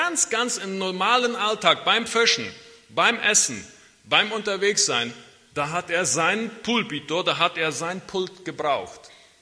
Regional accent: Chaco, Paraguay; Ich bin im Chaco aufgewachsen, in einem Dorf, in einem relativ kleinen Dorf.

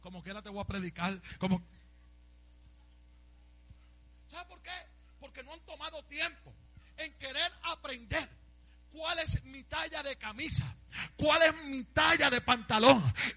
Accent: Puerto Rico; Yo soy puertorriqueño

